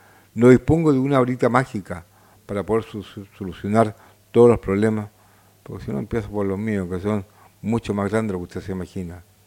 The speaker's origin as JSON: {"language": "Spanish", "town": "Quillota", "region": "Valparaíso", "country": "Chile", "said": "tenemos que defender nuestros derechos como quillotanos"}